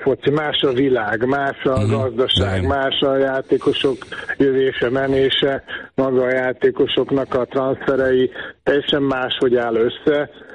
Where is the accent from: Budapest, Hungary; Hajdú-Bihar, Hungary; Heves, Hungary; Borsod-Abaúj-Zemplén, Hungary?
Budapest, Hungary; born there; akikkel felnőttem, tehát a Telek Andrisékkal, ugye együtt a Népligetben nevelkedtünk